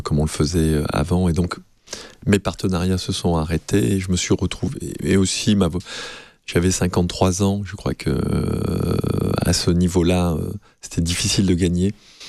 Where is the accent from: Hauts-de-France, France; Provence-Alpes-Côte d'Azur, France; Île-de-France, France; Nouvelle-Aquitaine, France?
Provence-Alpes-Côte d'Azur, France; Nice; en tant que petit niçois, vous l'avez compris, les Magnoliards, Raoul Dufy, rien ne me prédestinait à devenir navigateur professionnel